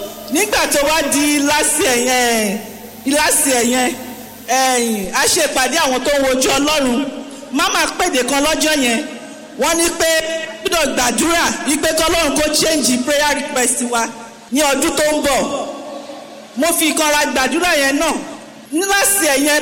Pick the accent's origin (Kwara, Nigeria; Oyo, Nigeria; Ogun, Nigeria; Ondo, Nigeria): Ogun, Nigeria; Ijebu Ode; Mo wá láti Ìjẹ̀bú òde.